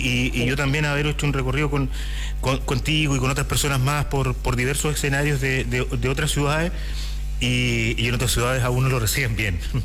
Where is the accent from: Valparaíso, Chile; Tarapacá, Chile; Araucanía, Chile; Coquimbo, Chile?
Araucanía, Chile; Angol; son de mi tierra, son de Angol.